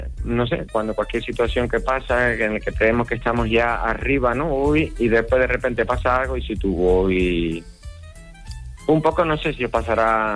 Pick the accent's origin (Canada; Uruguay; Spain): Spain; Canary Islands; acuérdate que somos canarios y claro. somos muy tranquilos.